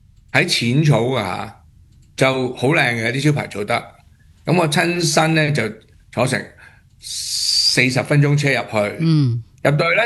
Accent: China; 因为我系中国人咁無謂啦

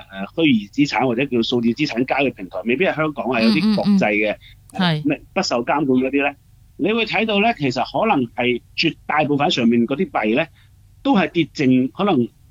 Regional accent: Guangdong, China; 我哋广东人有一句即係老话就叫做冇咁大隻蛤乸随街

